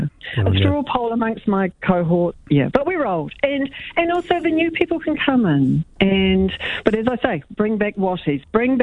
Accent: Hawke's Bay, New Zealand; We are complex from Hawke's Bay because, and also, you know, like Hawke's Bay is, I think it's an affectation to say the Hawke's Bay.

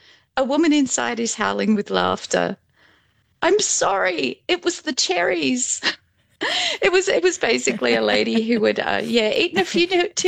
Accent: Australia; So I grew up in Outback Australia.

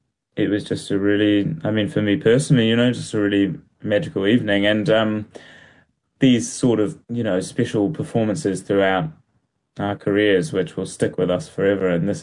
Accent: Wellington, New Zealand; I grew up in Wellington.

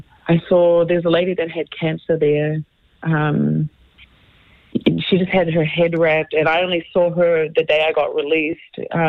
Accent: New Zealand; now in Wisconsin, United States; I'm from New Zealand, Australian over here.

